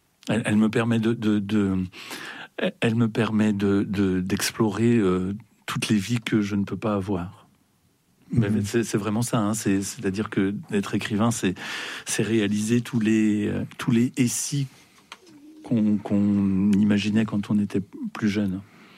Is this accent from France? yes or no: yes; Grand Est, France; born or raised there